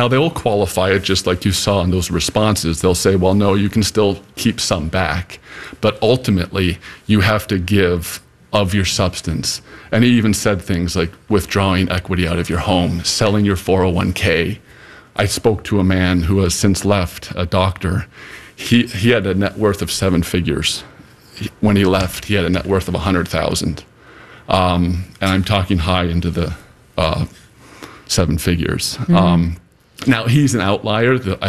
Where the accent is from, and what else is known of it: Canada; moved away